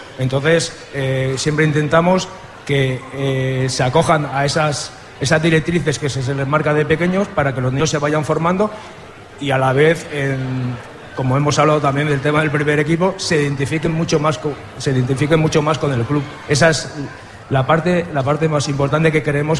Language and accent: Spanish; Catalonia, Spain; yo soy de la COPE de toda la vida. Yo también. Bien, entonces sabrás que el barrio de Cooperativa ha sido un barrio siempre muy reivindicativo.